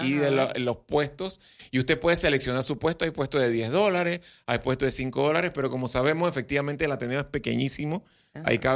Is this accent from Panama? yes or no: yes; Panama